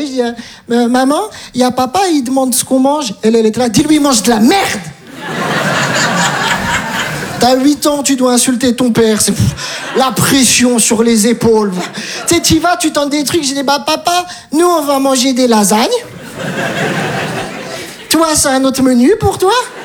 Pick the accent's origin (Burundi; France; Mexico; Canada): France; Metz, Grand Est; Je viens de Metz, j'ai tout abandonné.